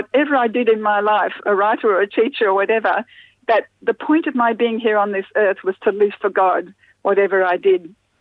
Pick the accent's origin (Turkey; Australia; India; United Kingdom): Australia; Brisbane, Queensland; I grew up in Brisbane in the 50s and 60s